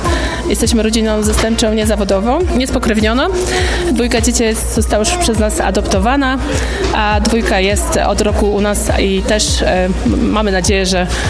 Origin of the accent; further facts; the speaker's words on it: Piotrków Trybunalski, Łódź Voivodeship, Poland; jestem mamą zastępczą w rodzinie niezastępczej i pochodzę z Piotrkowa Trybunalskiego.